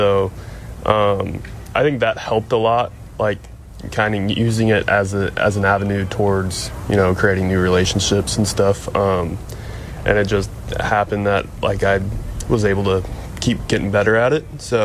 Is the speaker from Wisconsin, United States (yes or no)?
no; Fort Riley, Kansas, United States; born there; Yeah, so I was born in Fort Riley, Kans